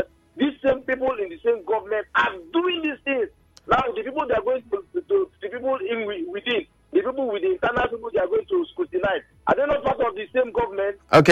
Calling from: Okrika, Rivers, Nigeria; I am calling from Okrika.

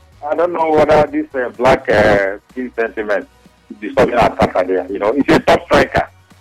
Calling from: Port Harcourt, Rivers, Nigeria; I'm calling from Port Harcourt.

